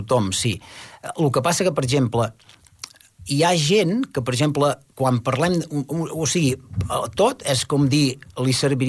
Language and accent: Catalan; Catalonia, Spain; que aquí també tenim les herbes de les iaies remeieres, jo soc de la Garrotxa, vull dir, aquí tenim molta experiència